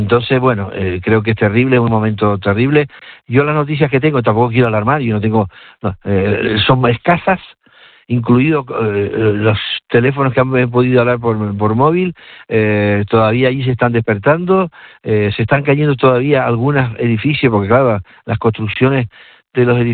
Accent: Canary Islands, Spain; tal como somos nosotros los canarios.

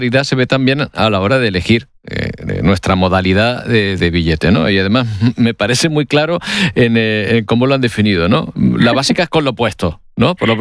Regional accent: Canary Islands, Spain; somos muchos los canarios que nos desplazamos de una isla a otra.

